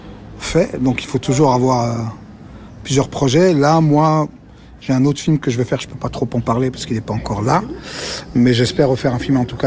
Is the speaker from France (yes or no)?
no; Molenbeek-Saint-Jean, Brussels-Capital Region, Belgium; parler de Molenbeek. Pour moi, parce que c'est là d'où je viens, c'est la commune qui m'a inspiré